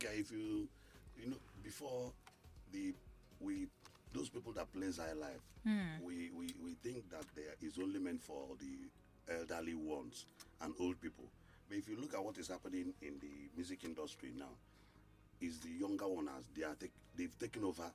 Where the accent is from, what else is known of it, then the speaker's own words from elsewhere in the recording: Onitsha, Anambra, Nigeria; I was from Onitsha-Ado Kingdom, from Anambra State, Nigeria, to be precise.